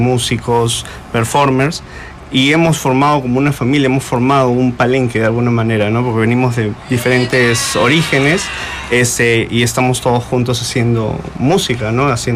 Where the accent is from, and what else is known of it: Peru